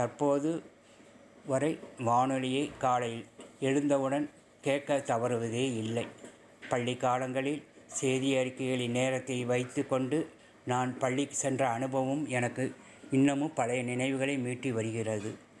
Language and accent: Tamil; Tirunelveli district, Tamil Nadu, India; now in Coimbatore, India; எனது சொந்த மாவட்டம் நெல்லை மாவட்டம்